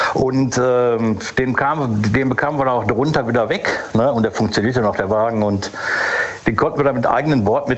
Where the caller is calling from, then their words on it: Gelsenkirchen, North Rhine-Westphalia, Germany; Buhr, Gelsenkirchen.